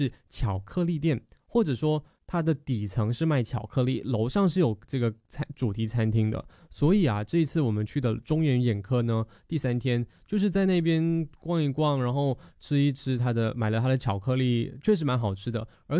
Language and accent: Chinese; Malaysia; 对于我们马来西亚人来说，新村是我们华人居住的一个地方